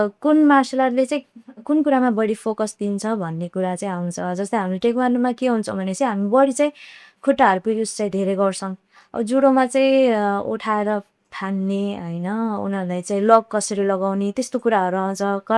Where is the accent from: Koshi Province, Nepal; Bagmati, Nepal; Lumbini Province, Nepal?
Lumbini Province, Nepal; Nepalgunj; नेपालगञ्ज भनेको म यहीँ जन्मेको यहीँ हुर्केको अहिलेसम्म यहाँ पढाइ पनि यहीँ सकाएँ